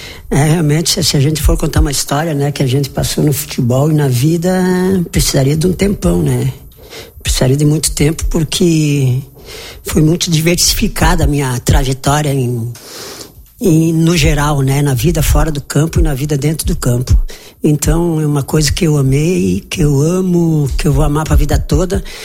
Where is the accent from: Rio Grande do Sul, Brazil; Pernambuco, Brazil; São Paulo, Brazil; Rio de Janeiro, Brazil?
Rio Grande do Sul, Brazil; Marau; Eu nasci em Marau aqui. Toda a minha família, o pai que nasceu em Nicolau Vergueiro, né? No Povinho, no Rio Povinho. Ele nasceu lá, ele veio para Marau